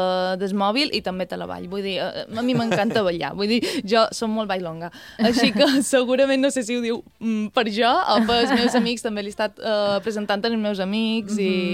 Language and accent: Catalan; Balearic Islands, Spain; jo li deia, bé, soc d'una illa d'Espanya, soc de Mallorca, i...